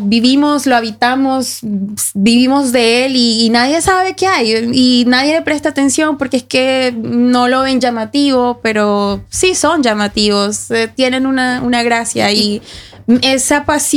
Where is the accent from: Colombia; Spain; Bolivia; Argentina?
Colombia; moved away; yo vengo de Colombia y Colombia es un país súper, hiper, mega diverso.